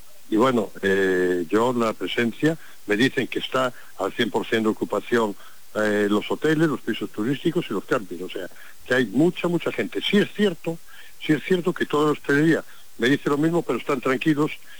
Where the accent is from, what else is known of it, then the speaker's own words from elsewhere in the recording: Cambados, Galicia, Spain; me preocupo en mi pueblo, la noche del festival del Albariño, o sea, el sábado, que, bueno, pues es el día fuerte en Cambados, ¿no?